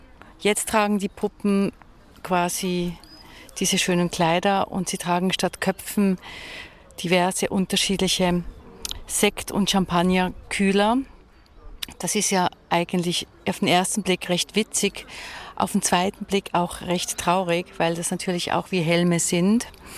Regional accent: Basel, Basel-Stadt, Switzerland; moved away as an adult; also born or lived in Zurich; ich bin ja in Basel geboren, habe dort studiert, bin von Basel dann weggegangen, sozusagen schon als junge Frau, viel auf Reisen.

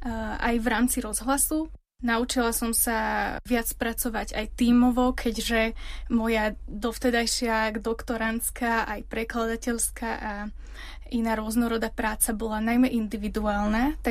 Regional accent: Bratislava, Bratislava Region, Slovakia; Tak pochádzam z Bratislavy. Tam som aj študovala bakalára aj magistra v odbore prekladateľstvo a tlmočníctvo. A momentálne som doktorantka v odbore talianska lingvistika.

